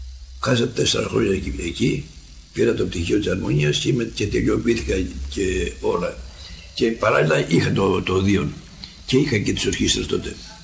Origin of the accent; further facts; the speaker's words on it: Patras, Western Greece, Greece; Οι άλλοι, εγώ ήμουν από την Πάτρα, οι άλλοι ήταν από την Αθήνα.